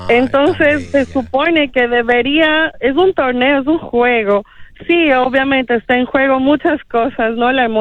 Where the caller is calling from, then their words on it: Ecuador; como ecuatoriana